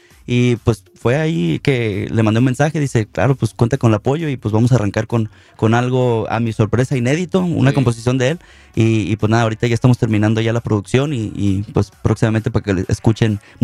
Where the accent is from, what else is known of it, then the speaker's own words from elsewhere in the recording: Waukegan, Illinois, United States; allí en mi ciudad, se llama Waukegan, en Illinois, como una hora de Chicago